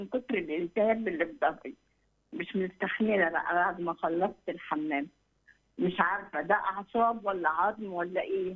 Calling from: Egypt; انا من مصر.

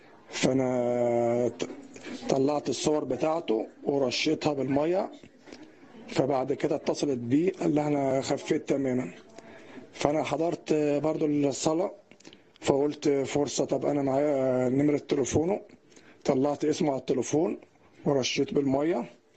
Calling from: Alexandria, Alexandria Governorate, Egypt; انا ابنك من اسكندريه.

